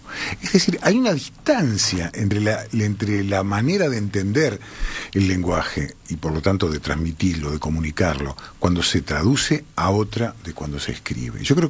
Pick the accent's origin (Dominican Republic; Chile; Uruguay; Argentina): Uruguay; Montevideo; born there; Yo nací en Jacinto Vera, ¿qué barrio Jacinto Vera? Ranchos de lata por fuera y por dentro de madera.